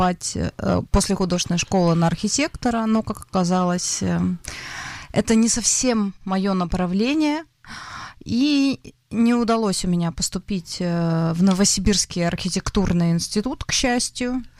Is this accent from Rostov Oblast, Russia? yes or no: no; Novokuznetsk, Kemerovo Oblast, Russia; born there; Я родилась в Сибири. В городе Новокузнецке.